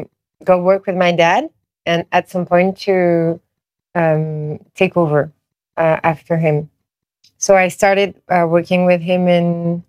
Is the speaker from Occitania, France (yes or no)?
no; Paris, Île-de-France, France; Because for me, and I was born and raised in Paris, so I think for a lot of other Parisians too, you don't go to Opéra unless it's more for tourists.